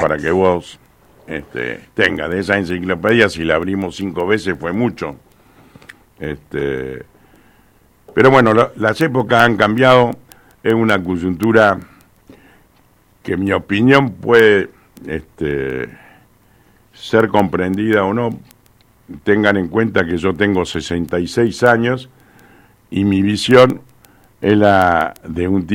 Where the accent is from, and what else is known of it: Argentina